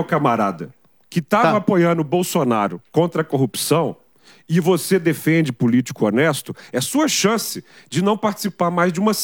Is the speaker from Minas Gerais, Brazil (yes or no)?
yes; Minas Gerais, Brazil; now in Belo Horizonte, Brazil; hoje a bancada está mais mineira do que qualquer outra coisa. Fernando, Matheus e eu falamos o uai